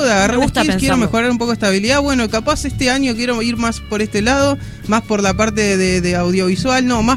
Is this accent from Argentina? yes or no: yes; San Martín, Buenos Aires Province, Argentina; Desde San Martín, Villa Maipú.